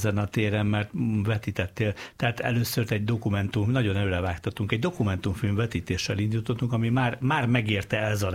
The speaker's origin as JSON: {"language": "Hungarian", "town": "Dunaújváros", "region": "Fejér", "country": "Hungary", "tie": "born or raised there", "said": "az én kis szülőfalum is, ugye Interszizadun újváros"}